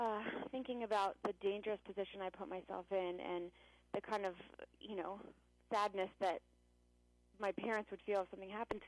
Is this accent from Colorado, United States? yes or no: yes; Colorado, United States; I grew up in Colorado. I grew up in a family that really believed in, you know, morals and values